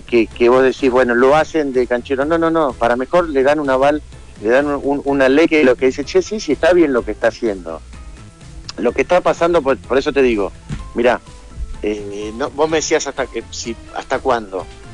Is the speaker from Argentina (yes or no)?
yes; Argentina; te das cuenta que tenemos puntos en común entre todos como argentinos.